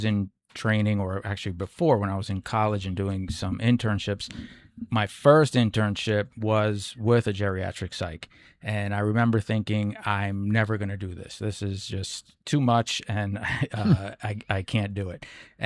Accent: New York City, New York, United States; moved away as an adult; also born or lived in Connecticut; now in New Hampshire, United States; I'm Bronx, New York, born and raised. And I was working in Connecticut at the time that right before I moved here.

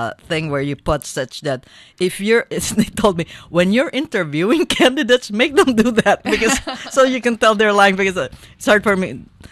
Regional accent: Philippines; now in United States; How I'm able to serve because I called the Philippines my home country.

